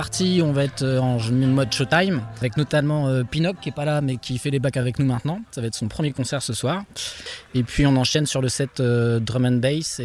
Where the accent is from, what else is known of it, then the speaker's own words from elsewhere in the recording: Compiègne, Hauts-de-France, France; Alors moi, je suis de Compiègne, Emmanuel est de Méru.